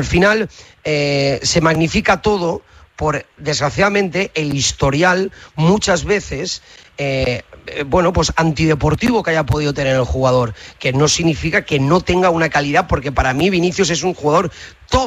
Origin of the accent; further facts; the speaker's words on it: Valencia, Valencian Community, Spain; También me has hecho una pregunta difícil porque soy de Valencia. Entonces aquí no tiene buen recuerdo, esa es la realidad.